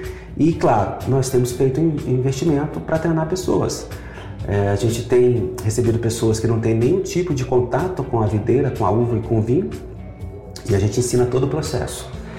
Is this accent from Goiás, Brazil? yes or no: yes; Catalão, Goiás, Brazil; born there; moved away as an adult; now in Brasília, Brazil; Eu nasci em Catalão, Goiás.